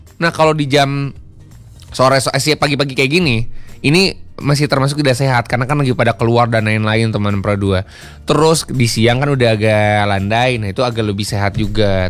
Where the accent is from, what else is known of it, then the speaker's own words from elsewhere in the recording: Bandung, West Java, Indonesia; saya juga walaupun sebagai warga Bandung